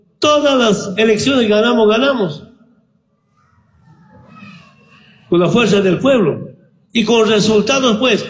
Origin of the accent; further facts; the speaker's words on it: Oruro, Bolivia; Somos migrantes del interior, la mayoría de Cochabamba, yo soy de Oruro, algunos son paseños, algunos norte Potosí.